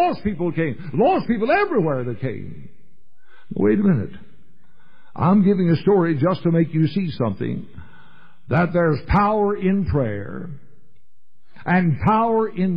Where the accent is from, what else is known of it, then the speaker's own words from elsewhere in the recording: Louisville, Kentucky, United States; also born or lived in Indiana; My mother and dad came out of the state of Indiana. I was born in Indiana, came to Louisville when I was just a boy.